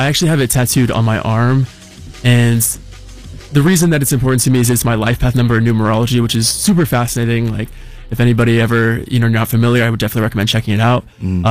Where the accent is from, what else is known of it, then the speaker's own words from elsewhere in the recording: Chagrin Falls, Ohio, United States; Yeah, I'm originally from Chagrin Falls, That's where I grew up.